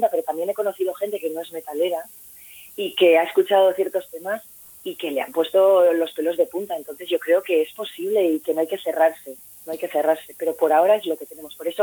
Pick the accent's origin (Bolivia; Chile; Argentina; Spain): Spain; Beasain, Basque Country; now in Vitoria-Gasteiz, Spain; Soy de Beasain, yo soy de Guipuzcoana.